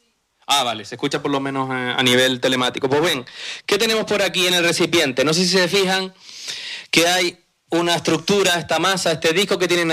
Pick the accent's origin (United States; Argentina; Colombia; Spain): Spain; San Andrés; En mi pueblo de San Andrés